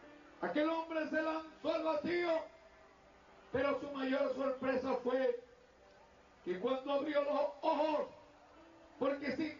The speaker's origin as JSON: {"language": "Spanish", "town": "Altagracia de Orituco", "region": "Guárico", "country": "Venezuela", "tie": "born or raised there", "said": "A la edad de 14 años, en mi pueblo natal, la ciudad de Altagracia de Orituco, en el estado Guárico"}